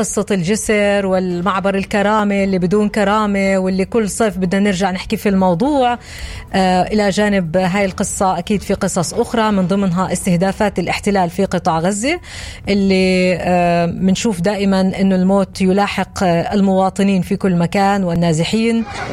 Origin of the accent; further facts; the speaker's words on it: Palestine; كلنا فلسطينيين ونشبه بعض اصلا ولهجتنا لهجات متقاربه